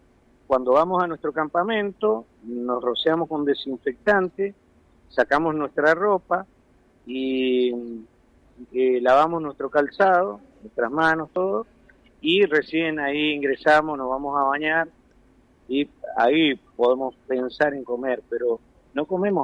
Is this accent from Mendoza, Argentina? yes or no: yes; Mendoza, Argentina; also born or lived in Newark, United States; Mira, yo soy mendocino y he estado en Nueva York, viviendo en Newark.